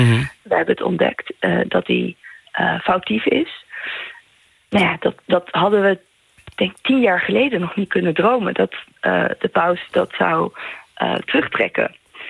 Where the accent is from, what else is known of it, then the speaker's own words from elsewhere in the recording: Bolivia; moved away; En ik ben dan zelf uit Bolivia.